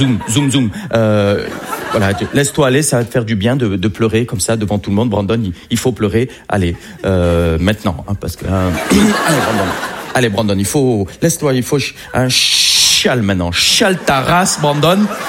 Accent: Algeria; Je suis algérien. Je pense pas qu'il y en ait ce soir d'ailleurs, les Algériens.

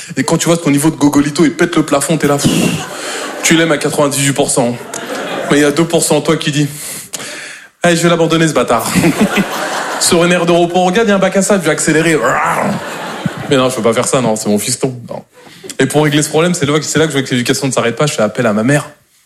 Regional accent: Normandy, France; Moi, je suis normand de base

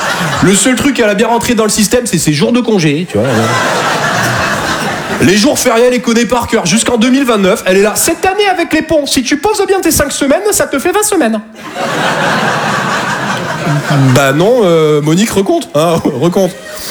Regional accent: Toulouse, Occitanie, France; moved away; je viens de Toulouse à la base.

